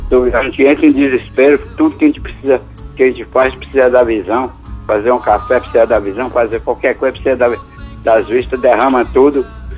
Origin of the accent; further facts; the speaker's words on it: Itagi, Bahia, Brazil; born there; moved away; Eu sou de Itagi também, nasci lá.